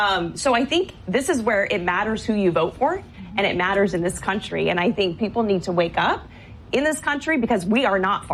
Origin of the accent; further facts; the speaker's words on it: Washington, United States; I'm from Washington State.